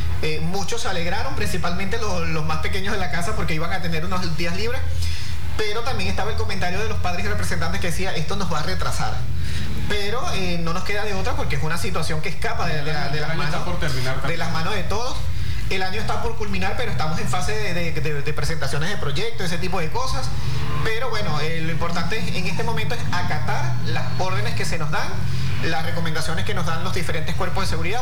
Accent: Venezuela; como venezolanos, ¿cómo voy a estar festejando por más kilómetros que tengamos de distancia?

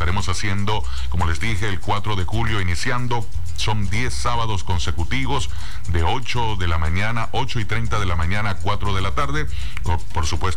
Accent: Venezuela; en nuestro país, como locutores venezolanos

